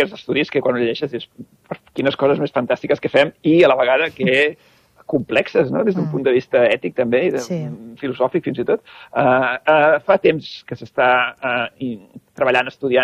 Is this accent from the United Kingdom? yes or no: yes; England, United Kingdom; Jo sóc anglès, prenc te.